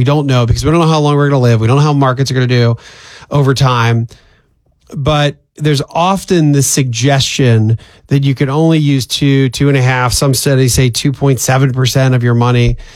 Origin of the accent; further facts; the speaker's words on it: Pennsylvania, United States; I'm from Pennsylvania